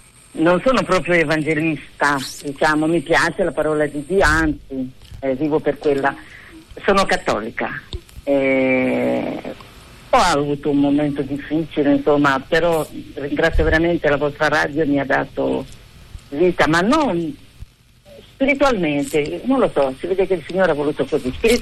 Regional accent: DR Congo; Italian is a second language; now in Pesaro, Italy; Sì, sono della Repubblica Democratica del Congo, del Sud, diciamo. Sono dall'88, adesso quanti anni sono che sono qui non lo so, quasi 40 anni.

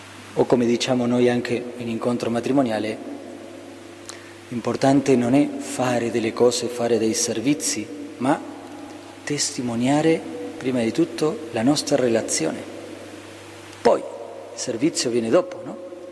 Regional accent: Argentina; moved away; 2 messicani, 2 spagnoli e io argentino.

